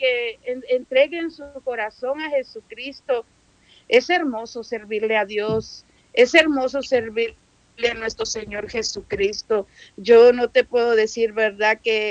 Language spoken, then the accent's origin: Spanish; Guatemala; now in Tijuana, Mexico; yo soy de Guatemala, amén. Pero vivo aquí en Tijuana, Baja California